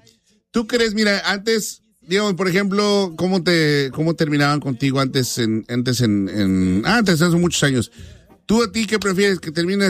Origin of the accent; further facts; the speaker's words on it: Toluca, State of Mexico, Mexico; born there; yo soy mexiquense, nací en Toluca.